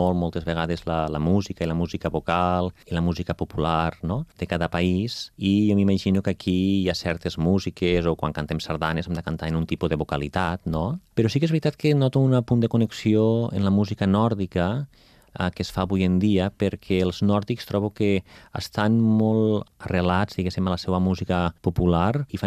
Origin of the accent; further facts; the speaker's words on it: Catalonia, Spain; sóc ebrenc, que sóc català i que sóc d'aquí